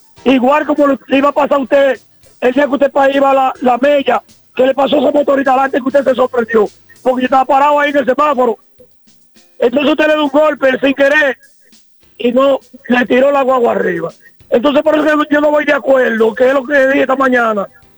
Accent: Dominican Republic; somos dominicanos.

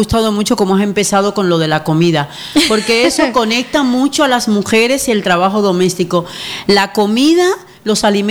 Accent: Baní, Peravia, Dominican Republic; moved away as an adult; now in Spain; Y yo como trabajadora de hogar, como dominicana, como mujer

